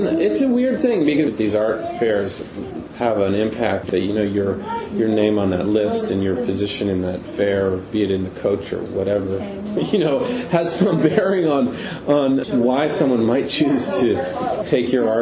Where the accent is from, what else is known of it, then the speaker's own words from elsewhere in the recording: Canada; I'm Canadian.